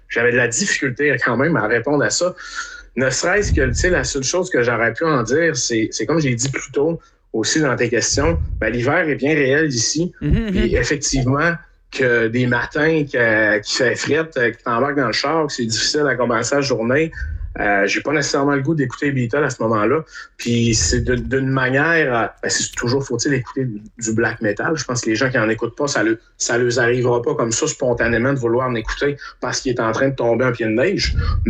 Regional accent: Quebec, Canada; j'ai l'impression d'en faire partie parce que je viens de Québec, là, je me répète.

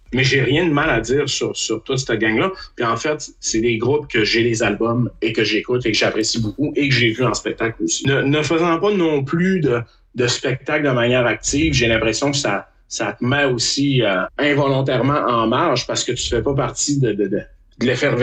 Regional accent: Quebec, Canada; j'ai l'impression d'en faire partie parce que je viens de Québec, là, je me répète.

